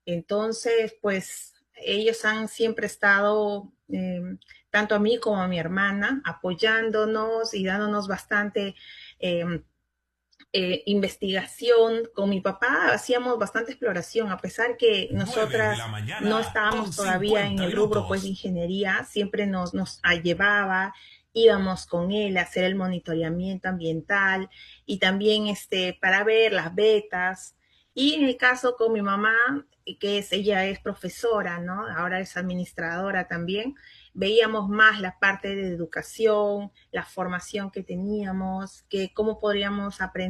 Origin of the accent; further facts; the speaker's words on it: Lima, Peru; also born or lived in Bolivia / Puno, Peru; yo vinimos de Bolivia, pasamos por Puno y de frente nos pasamos a Lima. Después me quedé en Puno pues casi que en mi sexto de primaria y lo terminé acá en Lima